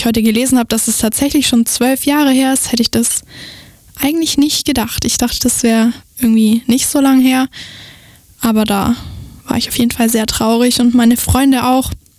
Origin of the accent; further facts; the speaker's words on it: Bavaria, Germany; vor 12 Jahren wurde nämlich der Bruno erschossen in Bayern. Da, wo ich herkomme, finde ich immer ganz toll.